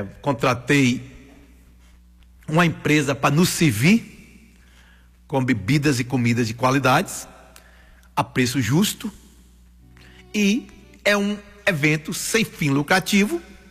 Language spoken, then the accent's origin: Portuguese; Caetité, Bahia, Brazil; Então eu, como um bom baiano, como um bom catitaense